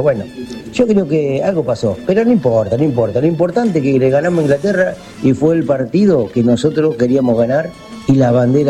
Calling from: San Nicolás, Argentina; de San Nicolás.

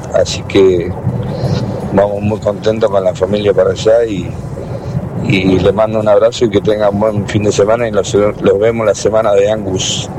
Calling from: Argentina; de Rangul.

